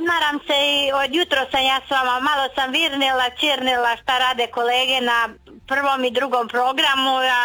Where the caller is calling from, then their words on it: Šibenik, Šibenik-Knin County, Croatia; lijepi vam pozdrav iz Šibenika, od vaše vjerne slušateljice.